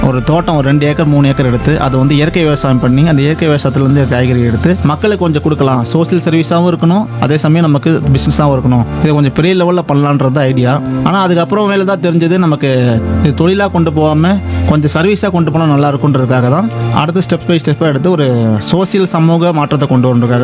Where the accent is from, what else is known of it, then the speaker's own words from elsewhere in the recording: Salem district, Tamil Nadu, India; என்னோட சொந்த ஊர் வந்து சேலம் மாவட்டம்.